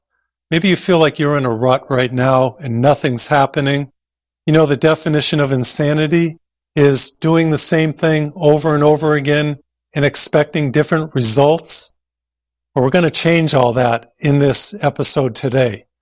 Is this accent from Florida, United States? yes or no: no; Massachusetts, United States; I grew up in Massachusetts, and in October, some beautiful things happen.